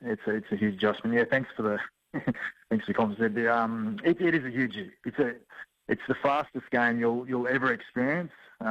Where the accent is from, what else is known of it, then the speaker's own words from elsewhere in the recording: Herbert, Queensland, Australia; Like, I come from Herbert, and it's a small community, and we'd have 20 or 30 people at our place every year.